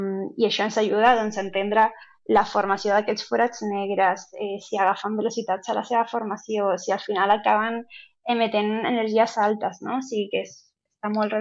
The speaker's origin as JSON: {"language": "Catalan", "area": "Lanzarote", "region": "Canary Islands", "country": "Spain", "second_language": "Catalan", "moved": "yes", "said": "jo és que sóc de Canàries, de Lanzarote"}